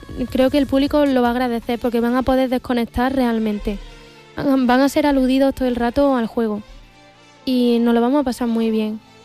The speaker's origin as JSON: {"language": "Spanish", "region": "Andalusia", "country": "Spain", "moved": "as an adult", "lives_now": "Madrid, Spain", "said": "Sierra Morena, que es mi sierra, en el norte de Córdoba"}